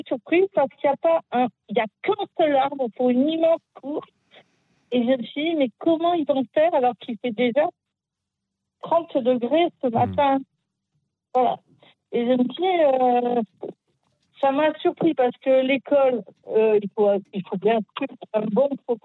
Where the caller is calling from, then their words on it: Auvergne-Rhône-Alpes, France; Moi, je suis la mamie de deux petits garçons. Donc, j'ai amené ce matin à l'école. Donc, j'habite en Ardèche